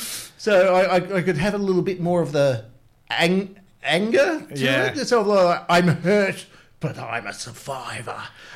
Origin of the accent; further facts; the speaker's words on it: Mallee, Australia; moved away; But when I grew up in the Mallee, moved away, came back to the Mallee for about 7 years before we moved up here.